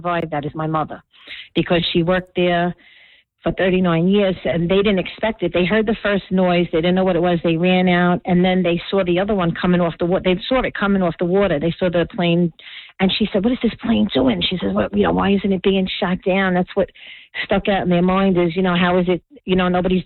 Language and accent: English; New York, United States; now in Toms River, United States; I was born and raised Bronx, New York.